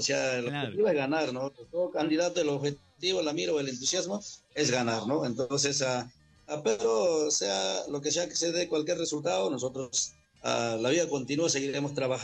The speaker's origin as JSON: {"language": "Spanish", "town": "San Luis", "region": "Ancash", "country": "Peru", "tie": "born there", "moved": "yes", "lives_now": "Chancay, Peru", "said": "nunca me voy a olvidar de la tierra que me vio nacer Carlos Fermín Fitzcarral."}